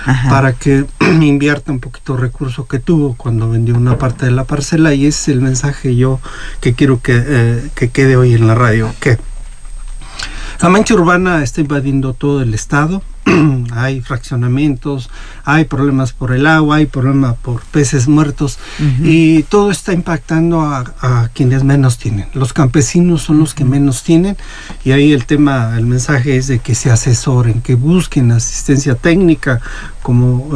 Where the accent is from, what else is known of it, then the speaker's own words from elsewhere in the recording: Querétaro, Mexico; Así es, somos queretanos